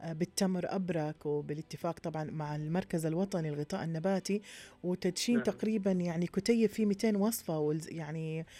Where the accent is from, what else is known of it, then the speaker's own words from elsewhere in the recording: Saudi Arabia; عندنا في السعوديه